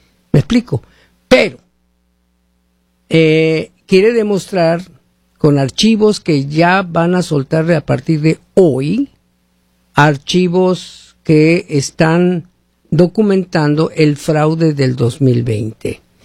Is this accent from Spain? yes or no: no; Mexico